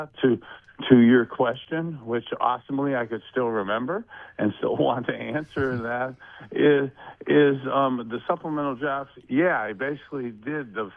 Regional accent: Youngstown, Ohio, United States; growing up in Youngstown, Ohio, you know, we're here doing a Western Pennsylvania, West Virginia, Browns-type ish show

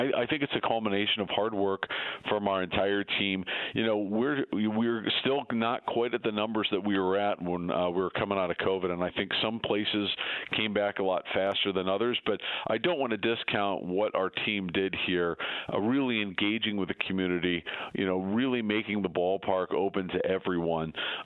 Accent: Akron, Ohio, United States; I think really just this is my hometown, and I'm from Akron

